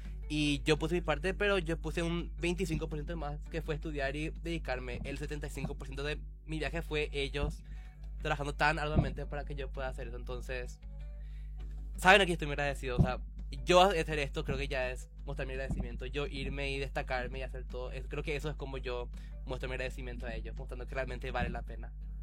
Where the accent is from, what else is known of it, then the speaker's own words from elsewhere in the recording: Asunción, Paraguay; moved away as an adult; also born or lived in Wales; De Asunción, Paraguay, vine a Londres, Inglaterra.